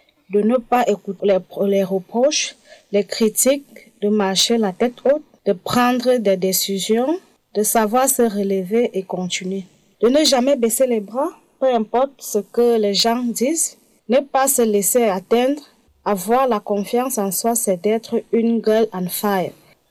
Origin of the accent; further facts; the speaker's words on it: Cameroon; now in France; Je viens du Cameroun. Maman de 3 enfants. J'habite dans le sud de la France. Aujourd'hui, je suis à Montpellier pour l'émission radio.